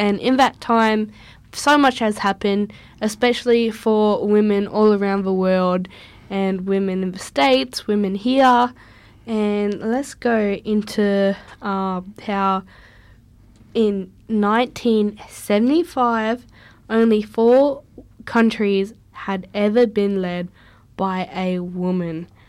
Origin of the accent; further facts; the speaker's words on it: Australia; even though we're Australian.